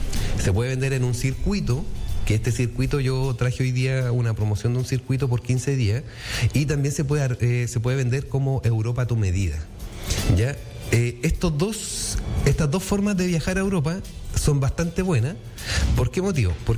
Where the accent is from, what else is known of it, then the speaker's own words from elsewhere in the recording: Chile; nosotros como chilenos